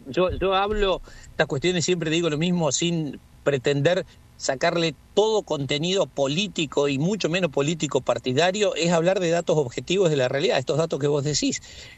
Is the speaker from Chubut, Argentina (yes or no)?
yes; Chubut, Argentina; en nuestra provincia tenemos un lugar maravilloso como es Puerto Madryn